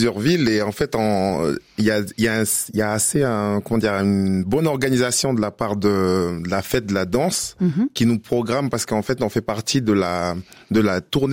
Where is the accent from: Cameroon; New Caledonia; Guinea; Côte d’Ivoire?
New Caledonia